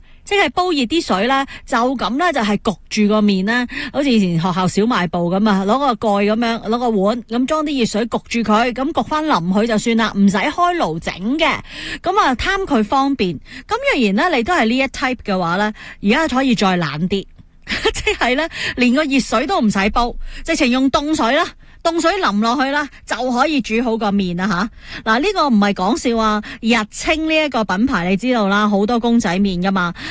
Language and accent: Cantonese; Hong Kong; 我哋香港人